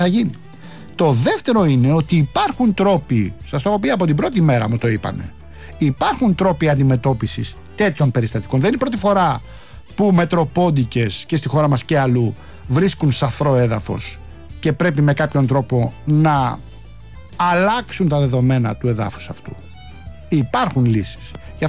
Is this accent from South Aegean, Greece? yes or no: no; Rafina, Attica, Greece; Απλώς, εντάξει, στην περίπτωση αυτή είναι και ο τόπος μου και μαθαίνω 5 πράγματα παραπάνω. Τώρα, αφήνουμε τα της Ραφίνας.